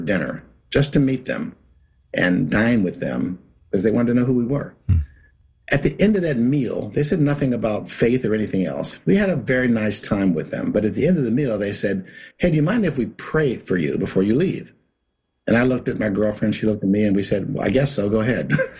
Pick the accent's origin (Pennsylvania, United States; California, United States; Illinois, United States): Pennsylvania, United States; Pittsburgh; And so I grew up there in Pittsburgh, a paper boy from Paulson Avenue in Pittsburgh, Pennsylvania. Forgive the alliteration. But that's where I grew up in Pittsburgh.